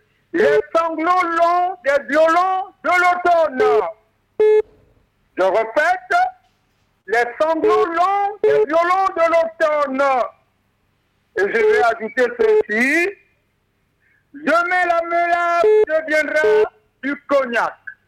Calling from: Essassa, Estuaire, Gabon; je suis à Essassa.

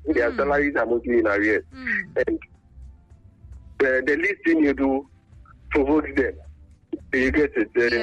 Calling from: Accra, Greater Accra, Ghana; I'm calling from Accra.

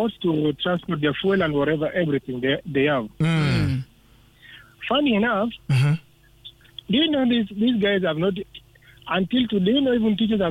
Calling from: Homa Bay, Homa Bay County, Kenya; I'm calling all the way from Homa Bay.

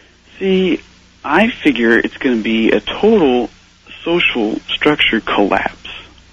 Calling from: Santa Rosa, California, United States; I'm from Santa Rosa, California.

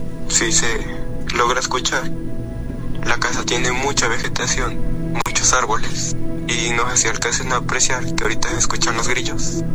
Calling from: Tlayacapan, Morelos, Mexico; de Tlayacapan, Morelos.

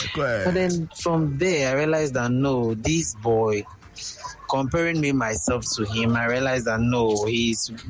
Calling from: Jamestown, Greater Accra, Ghana; Hi, Elvis. Good afternoon. … I'm speaking from Jamestown.

